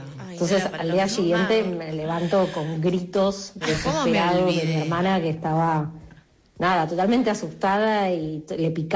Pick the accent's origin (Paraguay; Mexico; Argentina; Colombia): Argentina; Almagro, Buenos Aires